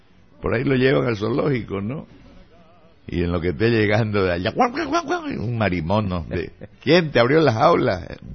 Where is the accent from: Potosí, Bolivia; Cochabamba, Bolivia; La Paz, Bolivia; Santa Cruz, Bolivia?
Santa Cruz, Bolivia; Yo amo mi pueblo, entonces tengo 216 años.